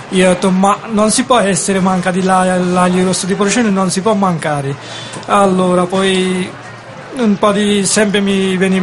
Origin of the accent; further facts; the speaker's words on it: Bangladesh; Italian is a second language; now in Italy; Io non sono italiano, vengo dal Bangladesh, fare un'azienda qui, un po' di difficoltà, diciamo, sì.